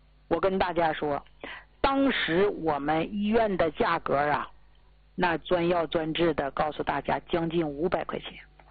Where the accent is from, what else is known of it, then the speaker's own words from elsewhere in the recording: Jilin, China; 我说跟我关系不错，而且是我老家吉林那边的。